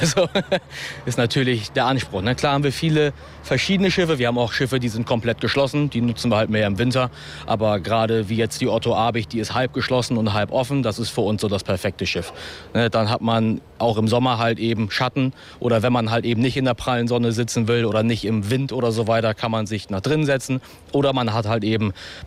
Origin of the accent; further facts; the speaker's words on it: Lower Saxony, Germany; now in Hamburg, Germany; Ich komme ursprünglich aus Ostfriesland, von einer Insel. Und dann bin ich nach Hamburg gezogen